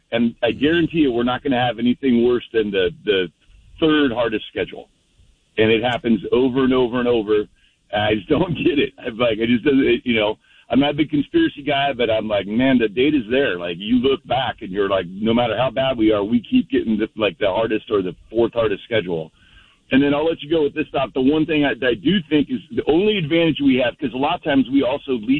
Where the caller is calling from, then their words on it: Oregon, United States; I'm from Oregon.